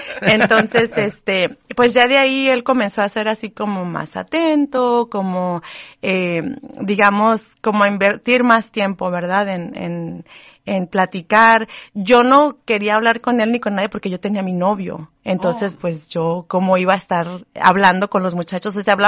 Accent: Guadalajara, Jalisco, Mexico; somos de Guadalajara, pertenecemos a la parroquia de San José de Sacramento

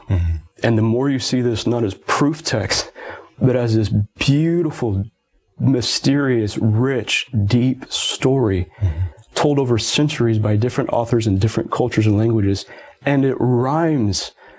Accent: United States; But also I'm extremely American.

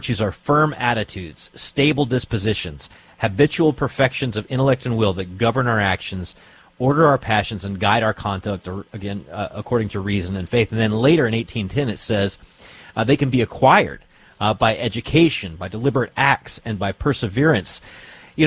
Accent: the South, United States; I'm from the South

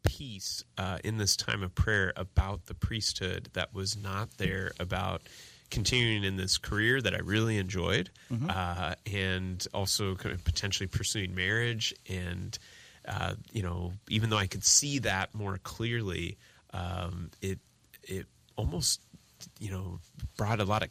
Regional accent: Bothell, Washington, United States; I grew up in the Mill Creek Bothell area, and my home parish is St. Brendan's in Bothell

